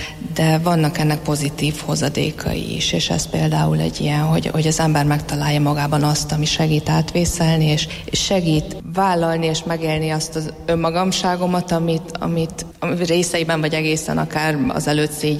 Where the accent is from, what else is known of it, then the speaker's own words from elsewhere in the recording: Szombathely, Vas, Hungary; moved away; én eljöttem Szombathelyről, tehát én szombathelyi vagyok